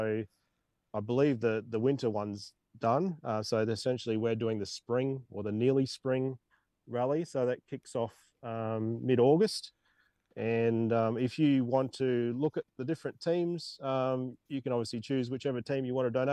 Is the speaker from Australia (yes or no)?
yes; Queensland, Australia; moved away; I'm originally from Queensland, so I spent a lot of time with Damien working and just mucking around up in Queensland when I lived in Brisbane